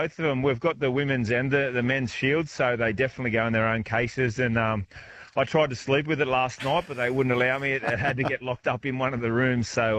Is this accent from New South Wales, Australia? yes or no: yes; Dubbo, New South Wales, Australia; moved away as an adult; I moved away from Dubbo as an 18-year-old. My parents still live there.